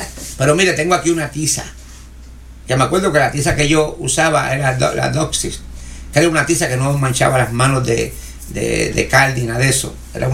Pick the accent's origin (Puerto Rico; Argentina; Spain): Puerto Rico; moved away; puertorriqueños somos